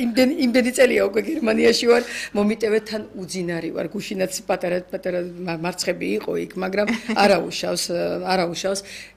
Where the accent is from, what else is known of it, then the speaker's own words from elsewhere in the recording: Natanebi, Guria, Georgia; moved away; ნატანებში ჩვენ სოფელში, სადაც დავიბადეთ და გავიზარდეთ მე და პაატა